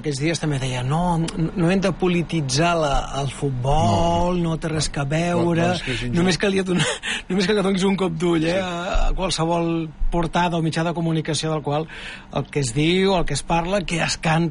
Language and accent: Catalan; Cubelles, Catalonia, Spain; jo de petita a Cubelles es feia